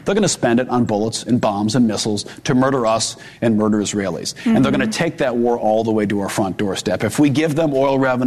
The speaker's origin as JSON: {"language": "English", "country": "United States", "said": "as an American who's fought in these wars"}